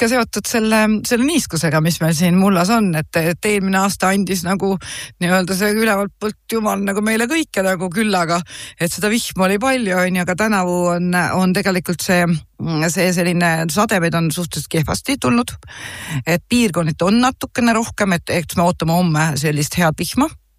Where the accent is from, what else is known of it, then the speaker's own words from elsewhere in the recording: Jõgeva, Jõgeva County, Estonia; kuna ma olen ise Jõgevalt